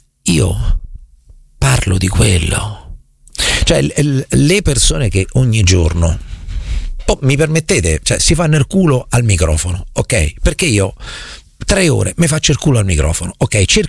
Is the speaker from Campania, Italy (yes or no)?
no; Marche, Italy; io sono marchigiano